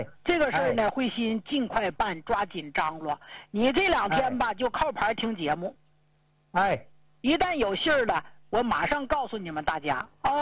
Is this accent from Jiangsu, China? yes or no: no; Jilin, China; 咱们老家吉林